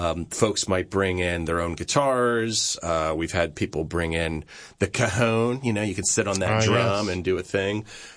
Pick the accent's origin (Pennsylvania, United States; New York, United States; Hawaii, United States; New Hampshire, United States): Pennsylvania, United States; Kennett Square; So I'm from Kennett Square, Pennsylvania, and, you know.